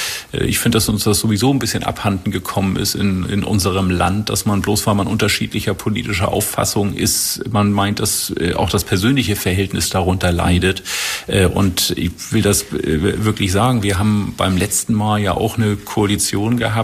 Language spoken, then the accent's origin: German; Eckernförde, Schleswig-Holstein, Germany; obwohl ich ja Ehrenmitglied des BC 78 in meiner Heimatstadt Engernförde bin.